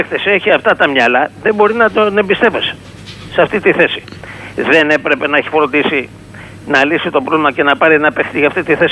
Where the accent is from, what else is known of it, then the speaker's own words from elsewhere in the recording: Piraeus, Attica, Greece; από Πειραιά.